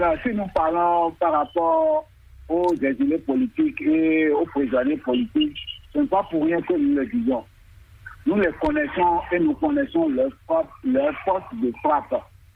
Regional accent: Benin; Nous sommes ensemble, nous sommes tous des Béninois, et on va rester ensemble pour pouvoir travailler.

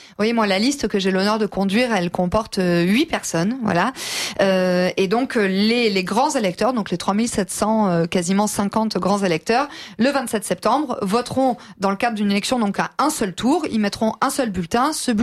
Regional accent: Nouvelle-Aquitaine, France; comme on dit chez moi en Gironde

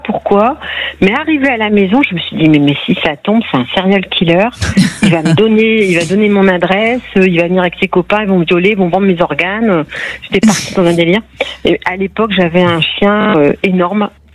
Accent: northern France, France; En fait, j'étais seule, moi je suis native du nord de la France, J'étais seule avec mes trois enfants.

